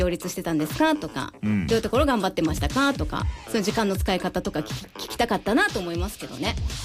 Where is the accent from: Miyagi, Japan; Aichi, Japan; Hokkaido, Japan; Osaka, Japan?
Hokkaido, Japan; Obihiro; 私と高木美帆さんは同じ高校出身なんですよ。帯広南商業高校出身。